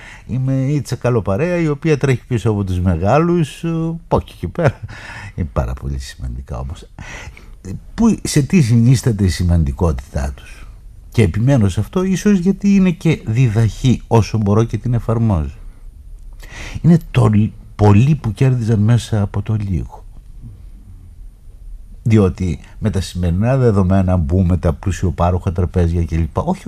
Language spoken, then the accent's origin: Greek; Central Macedonia, Greece; born there; από τα παιδικά μου χρόνια στο χωριό, όταν έρχονται τα γρυβάδια και οι γουλιανοί από την Κερκίνη.